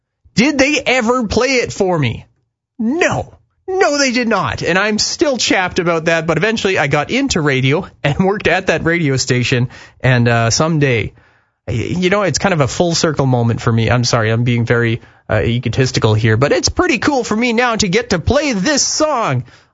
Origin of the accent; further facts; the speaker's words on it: Lumsden, Saskatchewan, Canada; I was working at a little hole-in-the-wall burger shack just outside Lumsden, Saskatchewan, my hometown.